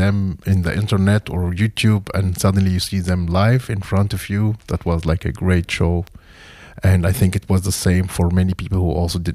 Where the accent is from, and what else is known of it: Cairo, Cairo Governorate, Egypt; now in Leipzig, Germany